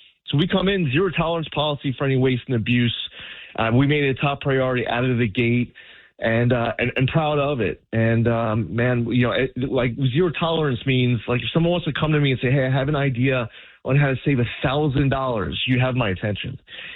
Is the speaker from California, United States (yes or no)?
no; New York, United States; It's just as sad as a New Yorker.